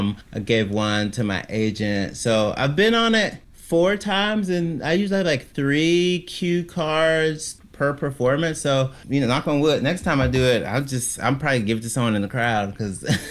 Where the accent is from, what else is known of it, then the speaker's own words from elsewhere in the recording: Mississippi, United States; I'm from Mississippi. My family has roots in Tallulah, Louisiana, which is like right across the Mississippi River from Vicksburg.